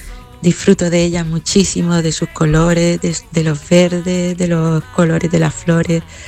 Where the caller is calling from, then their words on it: Seville, Andalusia, Spain; de Sevilla